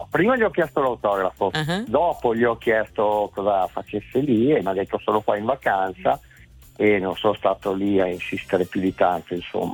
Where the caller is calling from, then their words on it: Mantua, Lombardy, Italy; sono di Mantova.